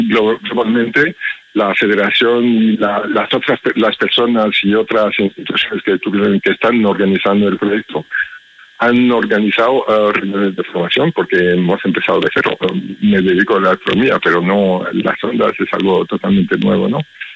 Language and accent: Spanish; Belgium; Spanish is a second language; now in Spain